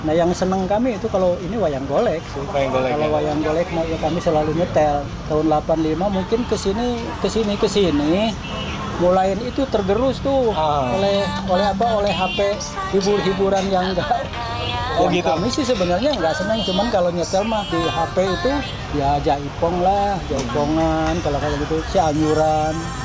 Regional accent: West Java, Indonesia; Itu senang-senang yang kami selaku orang Sunda ya.

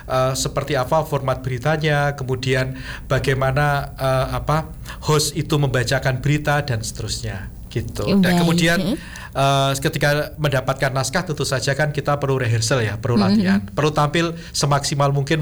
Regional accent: Madiun, East Java, Indonesia; moved away; also born or lived in Yogyakarta; Saya ini kan aslinya Madiun sebenarnya, selama merantau di Jogja.

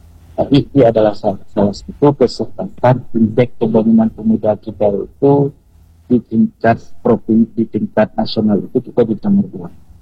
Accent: Aceh, Indonesia; Saya sebagai orang Aceh, anak muda Aceh yang saat ini juga tinggal di Aceh

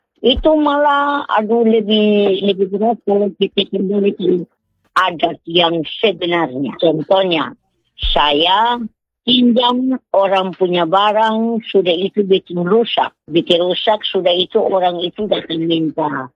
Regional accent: Eastern Indonesia, Indonesia; Kalau kami orang Timur, so itu denda paling berat.

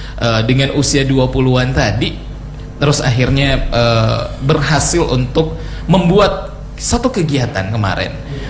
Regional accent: Makassar, South Sulawesi, Indonesia; Saya juga orang sana.

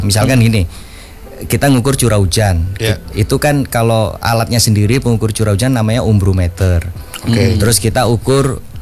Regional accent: East Java, Indonesia; di kampung halaman saya aja, namanya di Kabupaten Malang

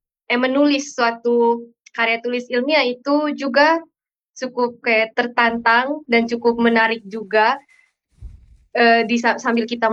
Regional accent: East Nusa Tenggara, Indonesia; kita berada di daerah NTT

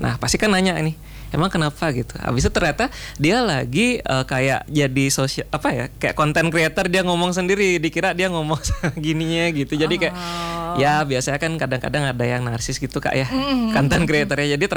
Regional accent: Singaraja, Bali, Indonesia; also born or lived in Denpasar; saya asli Singaraja kak. Tapi lahir di Denpasar. Jadi kalau misalkan pakai bahasa Bali halus udah biasa nih di Bali daerah selatan.

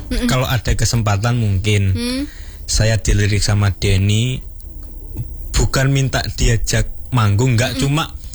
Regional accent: Java, Indonesia; saya Jawa enggak ada marganya.

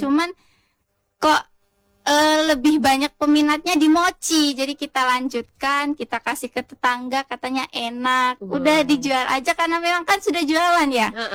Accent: Yogyakarta, Special Region of Yogyakarta, Indonesia; now in Kupang, Indonesia; Iya, bapak kecil itu karena suami dari Jogja, saya dari Jogja

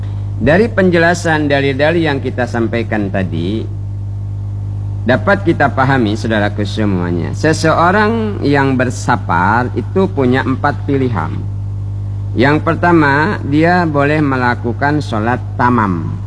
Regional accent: Bangka Belitung Islands, Indonesia; kita orang Bangka

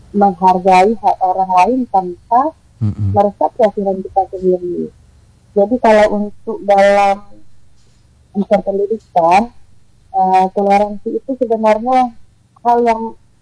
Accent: Meulaboh, Aceh, Indonesia; born there; also born or lived in Bogor

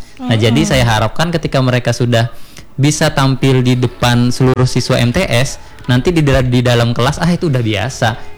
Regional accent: Palangkaraya, Central Kalimantan, Indonesia; Iya, lahir dan besar di Kota Palangkaraya.

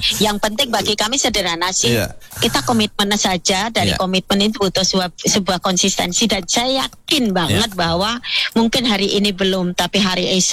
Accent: Sleman, Special Region of Yogyakarta, Indonesia; born there; kami lahir di Sleman ini, di daerah yang kasmen tangkapan airnya itu masih bagus.

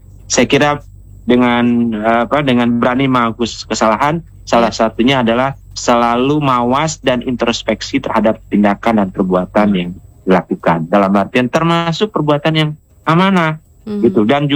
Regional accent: Lampung, Indonesia; bahwa kita orang Lampung

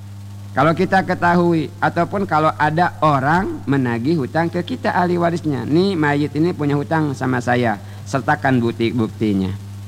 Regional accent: Bangka Belitung Islands, Indonesia; kata kita orang Bangka

